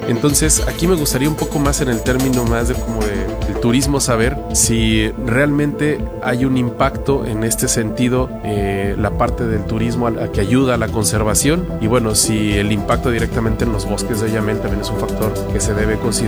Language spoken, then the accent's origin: Spanish; Mexico; del Día de Muertos, que tenemos muy arraigados como mexicanos.